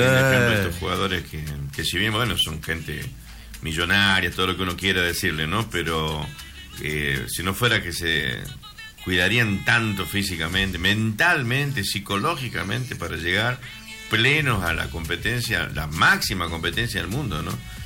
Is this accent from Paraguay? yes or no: no; Argentina; nos marca como argentinos.